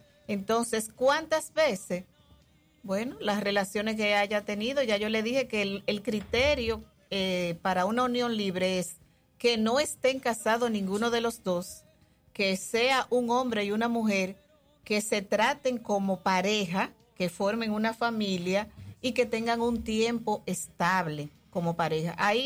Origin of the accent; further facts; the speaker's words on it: Mao, Valverde, Dominican Republic; now in Santiago Rodríguez, Dominican Republic; esta es mi tierra y estoy muy orgullosa de Mao.